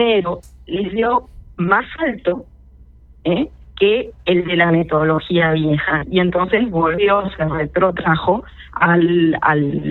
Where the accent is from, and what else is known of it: Argentina